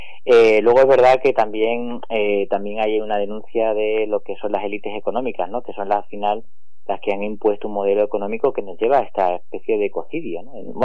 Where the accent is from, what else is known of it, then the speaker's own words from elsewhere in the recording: Extremadura, Spain; now in Madrid, Spain; Yo tendría 20 y pocos años y procedo de Extremadura, aunque vivía ya en Madrid, y fue un libro tan importante que me llevó a volver a Extremadura a trabajar en una fundación dedicada al desarrollo rural